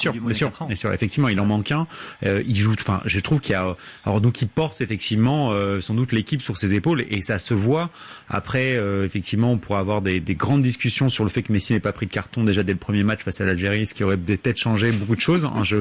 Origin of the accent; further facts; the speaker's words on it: France; on se retrouve non même en tant que Français dans la physionomie de l'équipe d'Angleterre.